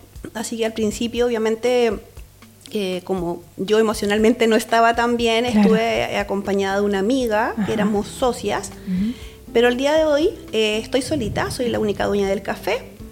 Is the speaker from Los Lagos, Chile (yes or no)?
no; Maule, Chile; en la séptima región de donde yo soy.